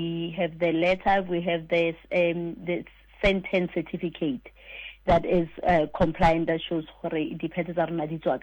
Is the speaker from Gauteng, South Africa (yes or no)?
yes; Johannesburg, Gauteng, South Africa; I was born and raised in Alexander Township in Johannesburg.